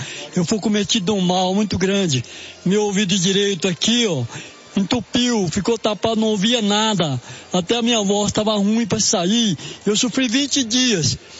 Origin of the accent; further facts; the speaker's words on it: Londrina, Paraná, Brazil; Londrina, Paraná.